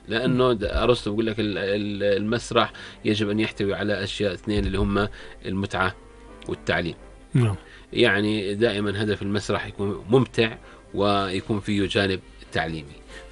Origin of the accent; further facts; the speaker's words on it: Jordan; الموجود عندنا في الأردن